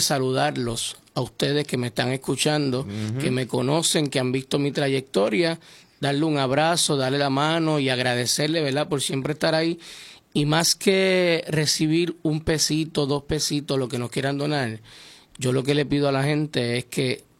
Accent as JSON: {"language": "Spanish", "town": "Aguadilla", "country": "Puerto Rico", "said": "Imagínate un muchacho ahí de la vía como yo, de aquí de Aguadilla."}